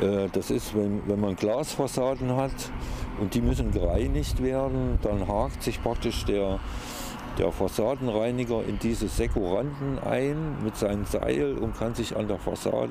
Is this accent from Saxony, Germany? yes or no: yes; Saxony, Germany; Die Hügel erinnern mich an das Vogtland, da wo ich herkomme. Das besteht ja eigentlich nur aus Hügeln, Wäldern, kleinen Seen und Wiesen, Feldern.